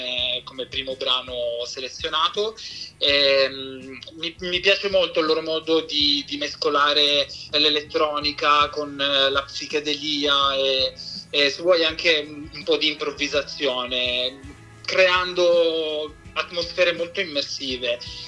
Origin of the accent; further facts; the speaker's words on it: Turin, Piedmont, Italy; now in Milan, Italy; sono originario di Torino, ma ormai vivo a Milano da una decina d'anni